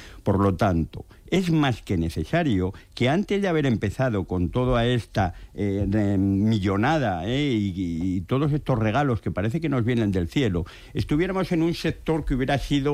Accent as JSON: {"language": "Spanish", "country": "Spain", "said": "lo que tenemos derecho los trabajadores españoles"}